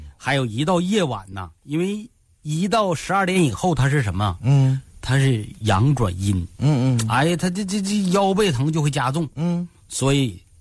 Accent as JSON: {"language": "Chinese", "region": "Northeast China", "country": "China", "said": "你就像我走去国外，我到哪儿我都会说我是东北人，这是不一成不变的东西"}